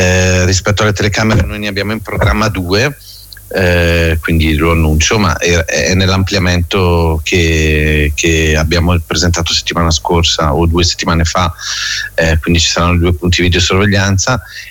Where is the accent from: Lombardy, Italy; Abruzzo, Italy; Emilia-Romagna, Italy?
Lombardy, Italy; Bergamo; Lo dico da cittadino che è nato e cresciuto a Bergamo.